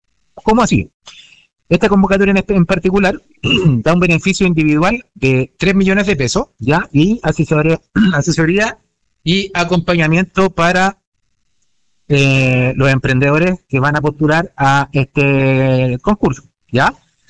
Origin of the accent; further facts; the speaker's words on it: Chile; siendo uno siempre chileno